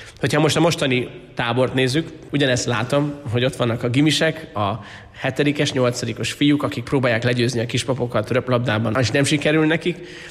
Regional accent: Miskolc, Borsod-Abaúj-Zemplén, Hungary; miskolciként Avason éltünk a szüleimmel, ott az egyházközségen belül nekünk ez egy fontos élmény volt, hogy görögkatolikus egyházhoz tartozunk

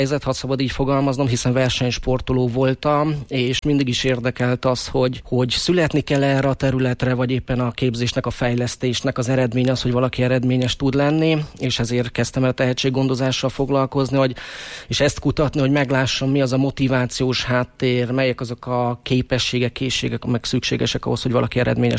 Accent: Balassagyarmat, Nógrád, Hungary; idén lesz a 40. Palóc triatlon Balassagyarmaton szülővárosomban.

